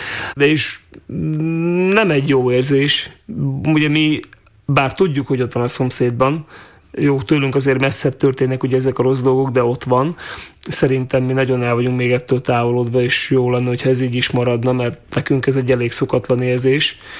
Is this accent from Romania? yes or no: no; Čierna, Košice Region, Slovakia; Bodrog közben onnan származom, tehát ahol anyumék élnek Ágcsernőben